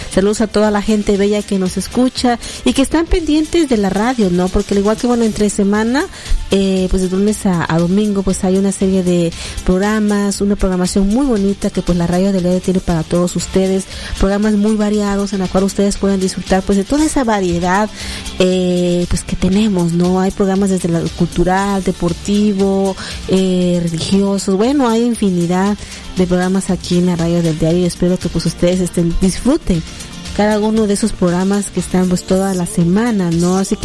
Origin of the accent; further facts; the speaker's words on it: Mexico; como buenos mexicanos nos encanta todo lo que tiene que ver con celebración